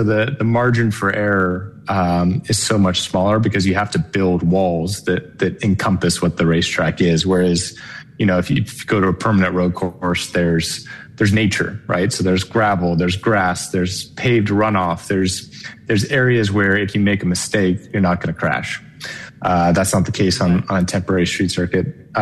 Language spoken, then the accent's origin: English; United States; as an American driver in the series